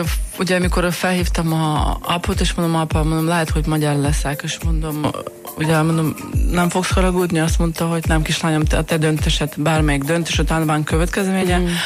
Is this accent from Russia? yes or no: yes; Russia; now in Hungary; nem azért, hogy magyar lettem, azért, hogy mi lesz velem, akkor most én orosz vagyok, vagy magyar